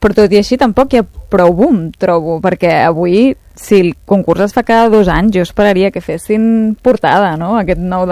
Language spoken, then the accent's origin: Catalan; Barcelona, Catalonia, Spain; now in Tarragona, Spain; jo soc de Barcelona, a la base. Jo el que passa que em vaig casar amb un tarragoní i m'he acabat vivint a Tarragona, però ja als 35 anys.